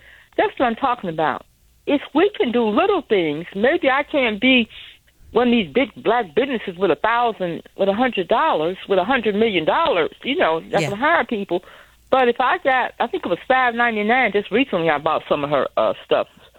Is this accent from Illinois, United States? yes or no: yes; Robbins, Illinois, United States; I grew up in the Robbins area.